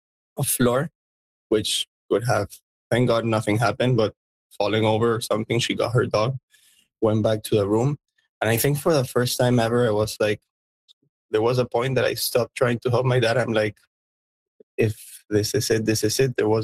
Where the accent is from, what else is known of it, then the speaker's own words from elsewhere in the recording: Quebec, Canada; also born or lived in Montreal; now in Venezuela; I was originally based in Montreal. I lived there 12 years. I'm a Canadian. I'm now back here in Venezuela.